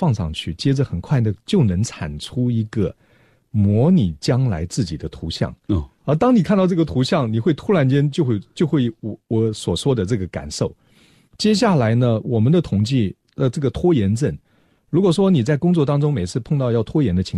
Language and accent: Chinese; China; 说，不要忘了我们都是中国人。我们要以身为中国人为荣，所以呢，我从小就说我自己能为咱们中国能够做些什么